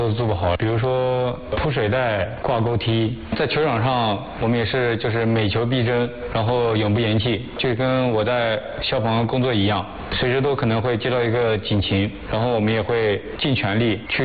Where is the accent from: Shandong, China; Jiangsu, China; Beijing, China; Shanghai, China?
Jiangsu, China; Chahe; also born or lived in Hunan; 我今年25岁，老家是湖南的，但是从小在岔河长大，接触足球是在小学3年级的时候吧。